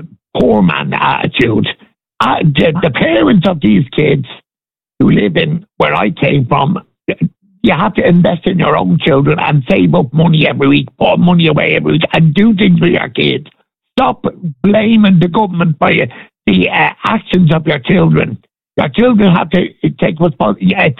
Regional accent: Dublin, Leinster, Ireland; born there; I came from Michael's estate, Niall, in Chicor, and I came from a big family

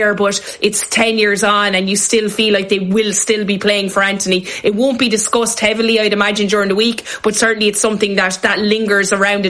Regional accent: Munster, Ireland; And I think as Irish people, we, and especially down in Munster, we love the kind of the passion of the game

